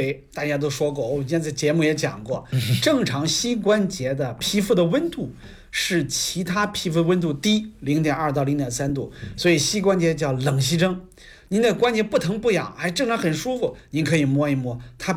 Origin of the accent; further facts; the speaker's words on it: China; 我们中国人